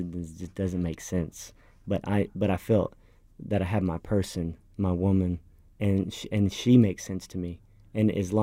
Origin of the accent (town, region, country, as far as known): North Richland Hills, Texas, United States; born or raised there